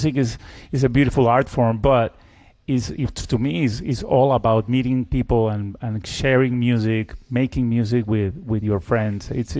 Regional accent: Caracas, Capital District, Venezuela; born there; English is a second language; I was born in Venezuela, in Caracas, and Venezuela is a place where, of course, you have a lot of classical music.

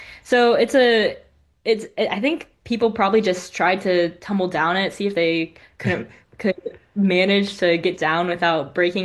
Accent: Raleigh, North Carolina, United States

